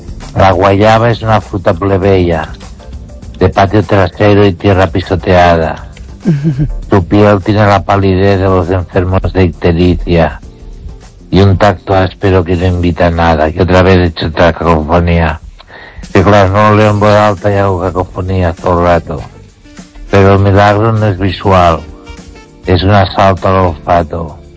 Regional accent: Ourense, Galicia, Spain; La verdad es que … de Orense.

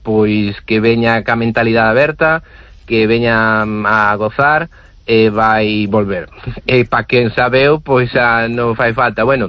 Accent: Zas, Galicia, Spain; Non temos que dicirle, mira, que somos de Zas, montamos un festival, no.

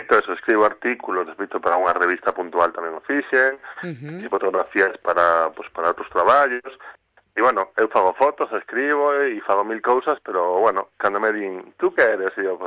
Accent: Pontevedra, Galicia, Spain; born there; now in Poio, Spain; Bueno, de Poio. Nací en Pontevedra, pero vivo en Poio.

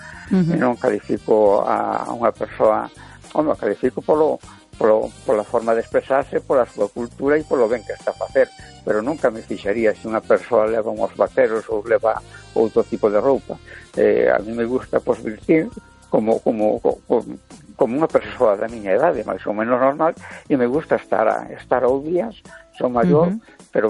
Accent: A Coruña, Galicia, Spain

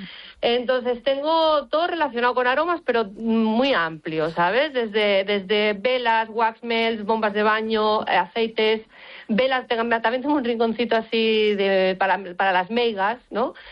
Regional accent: Barcelona, Catalonia, Spain; moved away; yo ya sabéis que soy de Barcelona y me tuve que ir

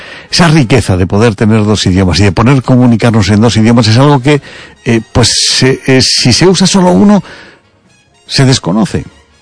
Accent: Castile, Spain; now in Galicia, Spain

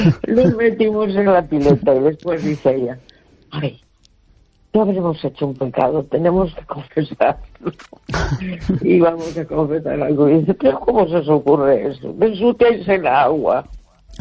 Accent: A Coruña, Galicia, Spain

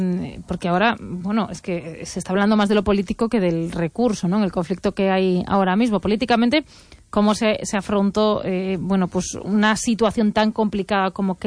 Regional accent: Pontevedra, Galicia, Spain; yo como soy de Pontevedra

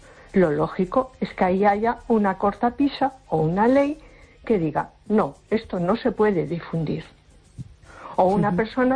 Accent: A Coruña, Galicia, Spain; Hola, buenas noches. … de Coruña.

